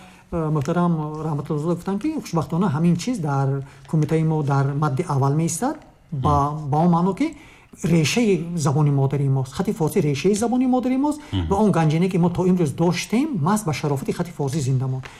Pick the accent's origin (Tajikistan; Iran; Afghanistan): Tajikistan; ما تاجیکیم، تاجیکیم به این معنا که ملت خاصیم، زبان خاص داریم، نام و نسب خاص داریم